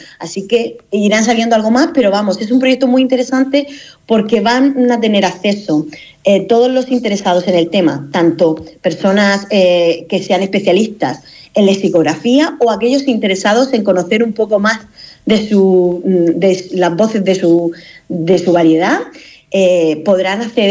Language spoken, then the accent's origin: Spanish; Region of Murcia, Spain; Y cómo tenemos que reivindicar que en Murcia, en las hablas murcianas, o el español el hablado en Murcia, no es ni mejor ni peor que otras variedades dialectales